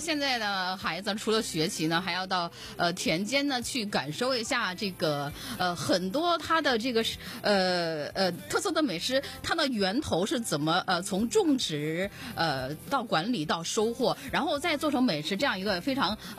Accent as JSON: {"language": "Chinese", "region": "Henan", "country": "China", "moved": "yes", "said": "我们河南人"}